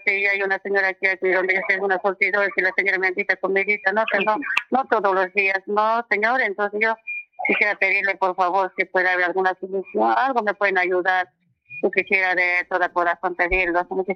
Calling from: Cochabamba, Bolivia; Yo vivo en Cochabamba

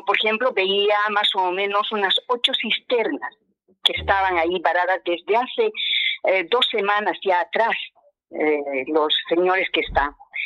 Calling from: Mizque, Cochabamba, Bolivia; acá en Misque

